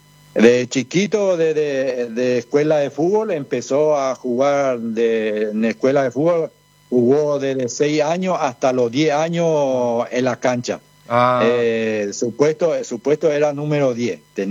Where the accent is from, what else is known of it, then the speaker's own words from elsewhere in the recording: Paraguay; moved away as an adult; now in María Susana, Argentina; Y la raíz paraguaya somos todas, o sea, soy paraguayo, mi señora también es paraguaya.